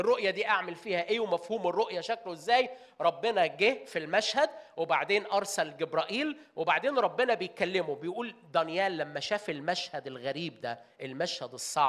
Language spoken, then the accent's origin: Arabic; Manfalut, Asyut Governorate, Egypt; أنا صعيدي من منفلوط أسيوط